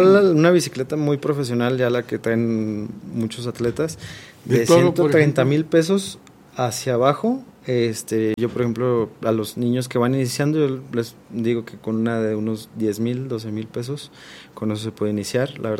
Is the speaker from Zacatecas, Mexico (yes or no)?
yes; Fresnillo, Zacatecas, Mexico; en lo que es Zacatecas y Fresnillo, la verdad es que somos el semillero del BMX nacional